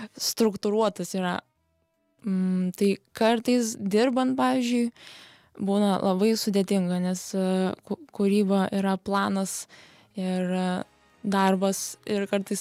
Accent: Vilnius, Vilnius County, Lithuania; now in Klaipėda, Lithuania; aš esu vis tiek, esu aš iš Vilniaus ir to niekaip neištrauksiu iš savęs.

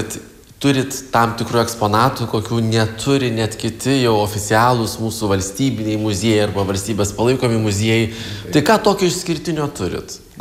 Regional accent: Gasčiūnai, Šiauliai County, Lithuania; aš irgi užaugau, Gasčiūnuose netoli Meškuičių aerodromo

